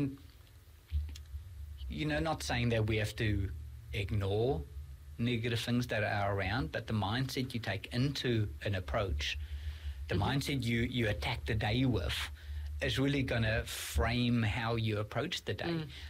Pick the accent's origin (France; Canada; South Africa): South Africa; born there; And this is where I count myself lucky that I was born in South Africa, where I saw what real struggling is like.